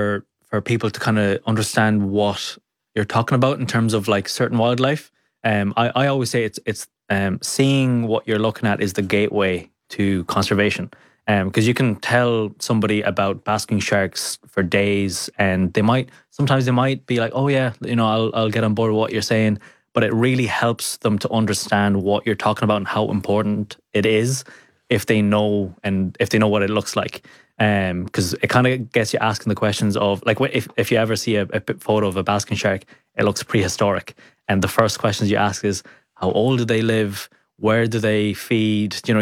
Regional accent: Ireland; Like, we're Irish, we don't like change

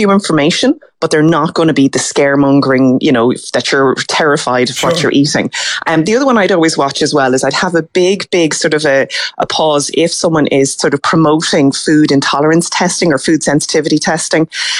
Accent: Brazil; now in Ireland; Yes, I'm from Brazil originally.

